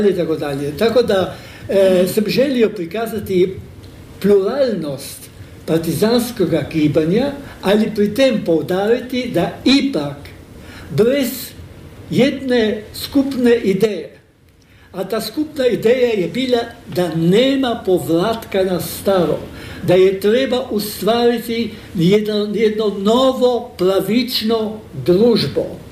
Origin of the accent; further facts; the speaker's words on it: Slovenia; Croatian is a second language; ja sam naravno Slovenac i slovenački patriot.